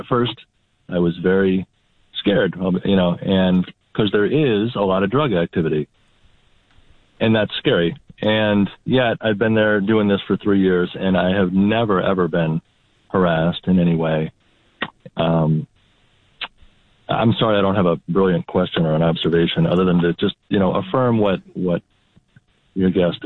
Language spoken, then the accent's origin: English; Pittsford, New York, United States; I work in Northeast Rochester near Clifford and Hudson, and I'm a white person. I grew up in Pittsford, and I stick out like a sore thumb.